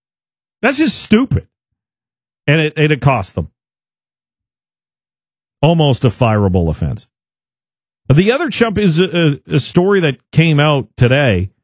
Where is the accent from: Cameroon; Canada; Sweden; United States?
Canada; I'm very Canadian. The Canadian side's my team.